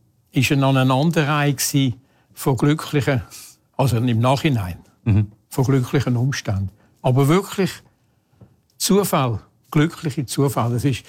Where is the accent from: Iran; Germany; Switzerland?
Switzerland; Zurich; wir sind im Seefeld aufgewachsen miteinander in Zürich